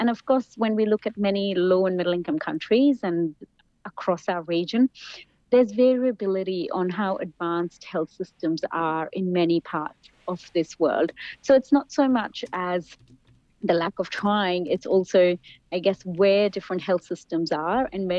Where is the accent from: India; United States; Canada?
India; now in Australia; I grew up in India